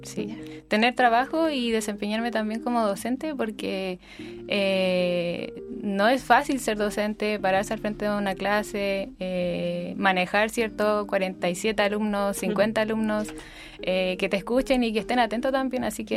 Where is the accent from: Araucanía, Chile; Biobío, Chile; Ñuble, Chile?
Ñuble, Chile; Chillán; born there; Yo nací en Chillán.